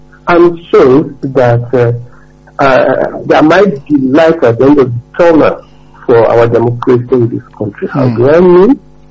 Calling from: Nigeria

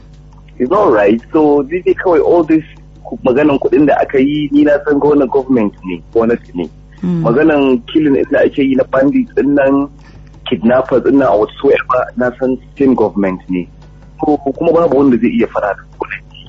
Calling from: Ibadan, Oyo, Nigeria; I'm calling you from Adoji Estate, Oluole.

